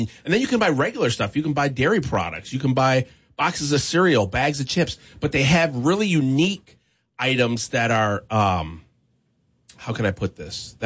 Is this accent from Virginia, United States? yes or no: no; Battle Creek, Michigan, United States; I'm Battle Creek born and bred.